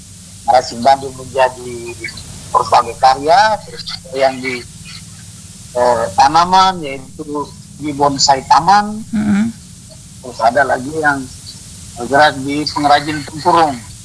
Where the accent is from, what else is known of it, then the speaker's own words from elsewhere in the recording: Larantuka, East Nusa Tenggara, Indonesia; Selama saya lahir dan besar di kota Larang Tuka